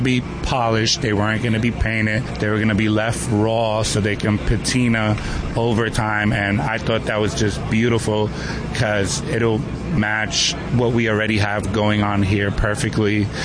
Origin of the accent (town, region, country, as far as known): Bronx, New York, United States; born or raised there